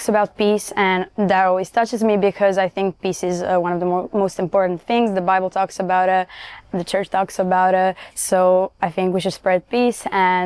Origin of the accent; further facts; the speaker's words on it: Rijeka, Primorje-Gorski Kotar County, Croatia; I'm from Rijeka, Croatia.